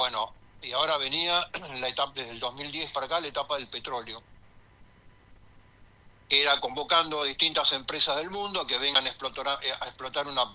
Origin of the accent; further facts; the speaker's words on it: Argentina